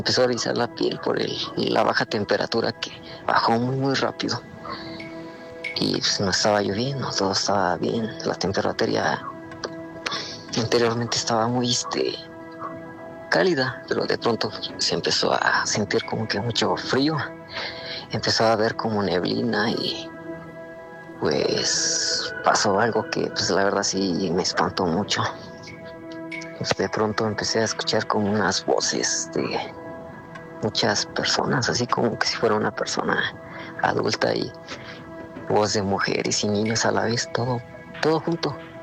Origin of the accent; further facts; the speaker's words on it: Toluca, State of Mexico, Mexico; Soy de Toluca y … Soy de Toluca